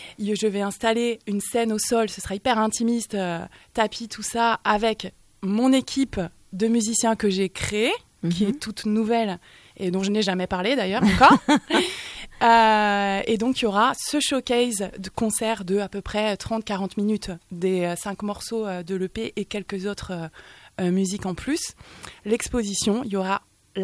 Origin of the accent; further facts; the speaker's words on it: Rennes, Brittany, France; born there; moved away; also born or lived in Périgueux, Dordogne; De Rennes. Ouais. C'est là-bas que j'ai grandi principalement toute mon enfance.